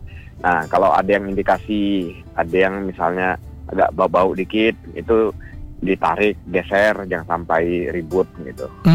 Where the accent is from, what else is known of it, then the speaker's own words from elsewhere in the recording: Deniang, Bangka Belitung Islands, Indonesia; Kita orang Deniang itu bahasa yang digaungkan.